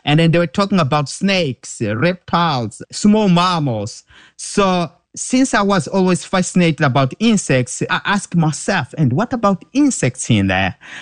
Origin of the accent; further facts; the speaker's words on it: Beira, Sofala, Mozambique; We grew up together in Beira.